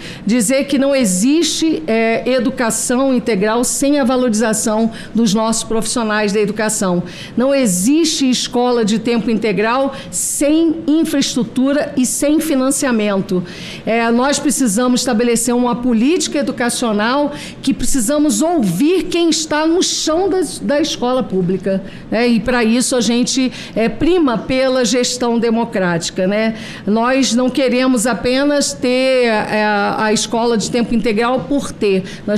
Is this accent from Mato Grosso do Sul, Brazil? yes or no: no; Campos dos Goytacazes, Rio de Janeiro, Brazil; eu sou de Campos Goytacazes.